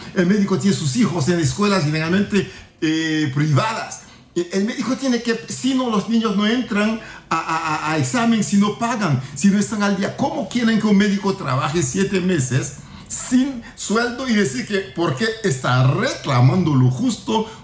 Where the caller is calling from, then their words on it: Honduras; como hondureño